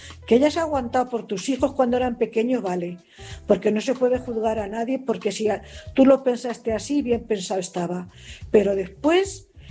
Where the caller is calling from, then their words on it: Cuenca, Castilla-La Mancha, Spain; corresponsal de Cuenca.